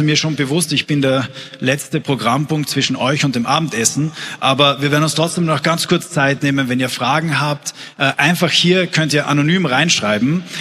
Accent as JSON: {"language": "German", "region": "Carinthia", "country": "Austria", "moved": "yes", "said": "Dort, wo ich herkomme, wäre es wahrscheinlich doppelt so laut jetzt gewesen. Ich komme nämlich ursprünglich aus Kärnten."}